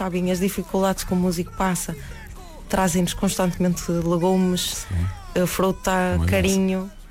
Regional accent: Além da Ponte, Portugal; Nós morámos em Além da Ponte, que é uma aldeia pertencente a Vila Nova de Santo.

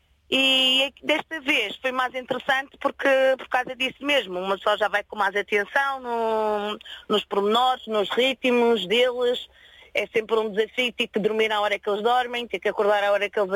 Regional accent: Porto Santo, Madeira, Portugal; Eu sou da Ilha do Porto Santo.

